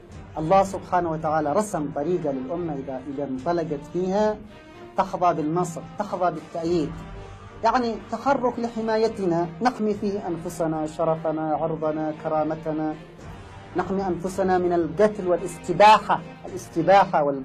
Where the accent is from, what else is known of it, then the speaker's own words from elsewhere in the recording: Yemen; عندنا في اليمن